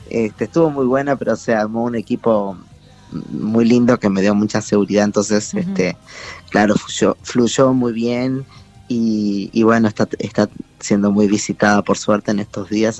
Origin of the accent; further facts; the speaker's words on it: Uruguay; yo soy uruguayo.